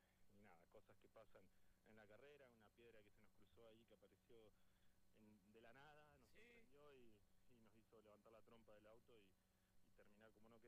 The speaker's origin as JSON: {"language": "Spanish", "country": "Argentina", "said": "somos argentinos"}